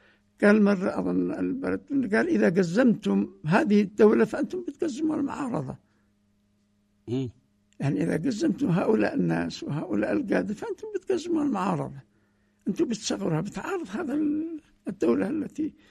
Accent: Yemen; عندنا في اليمن

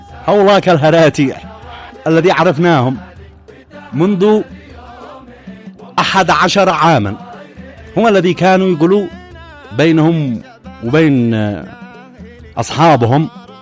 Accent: Yemen; على بلادنا اليمن

